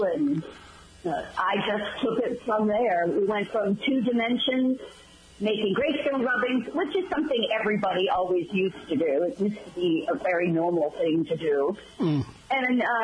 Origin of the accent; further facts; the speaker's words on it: Massachusetts, United States; So I will say I basically grew up in the cemetery. I grew up in Central Massachusetts. Mm-hmm. I am of a certain age